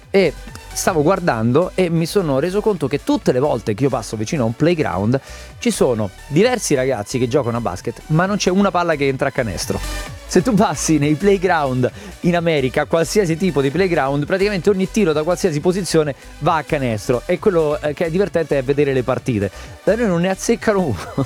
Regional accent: Rome, Lazio, Italy; lo dico da romano

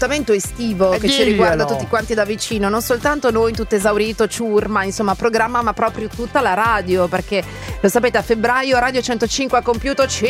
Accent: Lombardy, Italy; allora devo dire che anche dalle mie parti in Brianza ci sono diversi alberi di ciliegie, però io obiettivamente non mi fido.

